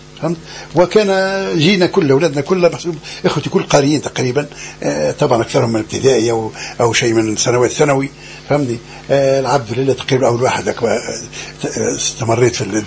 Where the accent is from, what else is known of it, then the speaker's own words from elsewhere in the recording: South, Tunisia; now in France; بالنسبة لي أنا من الجنوب هنا